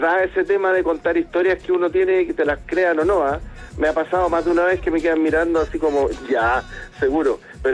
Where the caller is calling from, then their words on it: Chile; oye, soy de Chile.